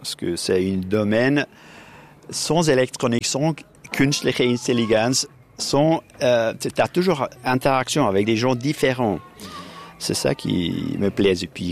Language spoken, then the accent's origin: French; Turkey; French is a second language; now in Bern, Switzerland; Je suis né, puis vécu en Kurdistan, en Turquie, puis venu ici avec mes saisons. Je ne peux parler aucun langue ici.